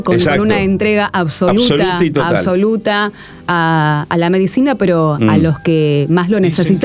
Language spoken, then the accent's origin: Spanish; Esperanza, Santa Fe, Argentina; Esperancino, por cierto, ya que Taco viene de mi tierra.